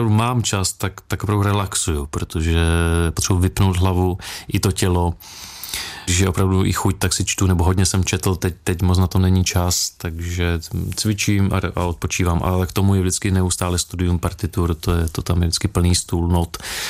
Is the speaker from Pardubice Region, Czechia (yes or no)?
yes; Litomyšl, Pardubice Region, Czechia; also born or lived in Frýdek-Místek / Kroměříž / Brno; now in Ostrava, Czech Republic; Já jsem se narodil ve Frýdkově Místku, takže tam jsem žil, teď žiju v Ostravě, zároveň jsem ale celé dětství vyrůstal v Litomyšli